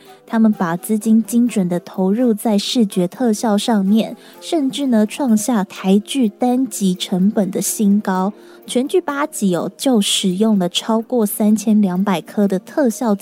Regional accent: Taiwan; 他把我们台湾人非常熟悉的宫庙文化

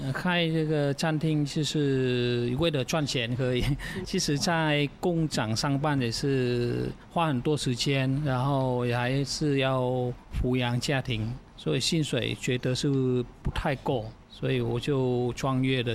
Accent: Vietnam; moved away as an adult; now in Taoyuan, Taiwan; 那我们在越南那时候这种风格也很红

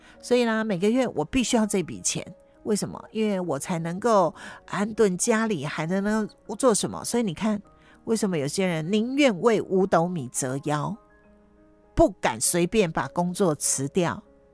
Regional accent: Taiwan; 台湾话说得很好听，我们说台语说怕算

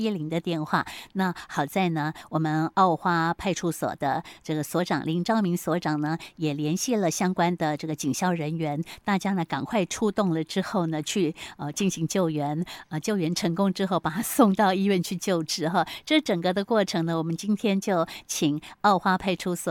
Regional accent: Taiwan; 是他一定能够感受到我们台湾人这满满的这种热情啊哈

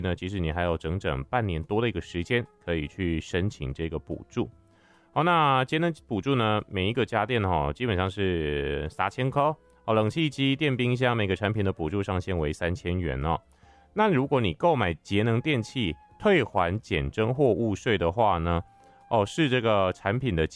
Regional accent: Taiwan; 那我们台湾人呢虽然已经习惯了

